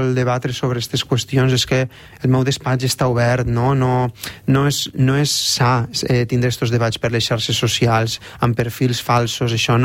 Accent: Potries, Valencian Community, Spain; del poble de Potries i la meva responsabilitat és no baixar la cara, perquè hi ha moltes persones al meu poble que no pensen com aquestes persones que estan comentant.

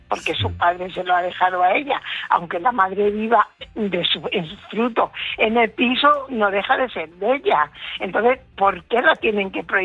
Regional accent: Valladolid, Castile and León, Spain; De Burgos, eso, y yo soy de Valladolid.

